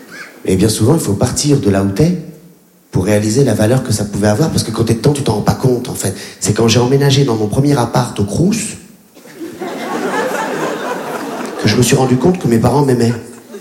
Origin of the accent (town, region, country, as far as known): Réunion; born or raised there